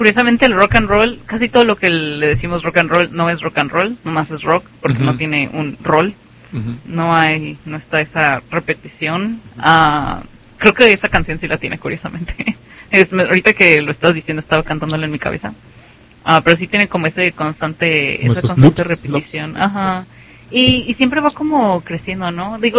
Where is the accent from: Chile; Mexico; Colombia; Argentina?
Mexico; Guadalajara, Jalisco; now in Fresno, United States; somos de Guadalajara